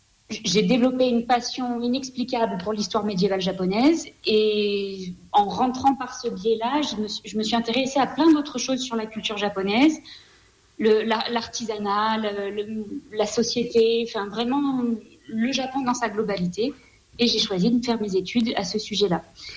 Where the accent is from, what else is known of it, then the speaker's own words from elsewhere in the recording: Marseille, Provence-Alpes-Côte d'Azur, France; moved away as an adult; also born or lived in La Mure, Isère / Aubagne / La Ciotat / Drôme; now in Ardèche, France; Alors, je ne suis pas originaire de la région puisque je suis née à Lamur, en Isère, mais je n'ai pas vraiment connu cette région-là. Très rapidement, on a déménagé à Marseille. Donc, j'ai passé presque toute ma vie du côté de Marseille, à Aubagne, à La Ciotat, enfin voilà, au bord de la mer.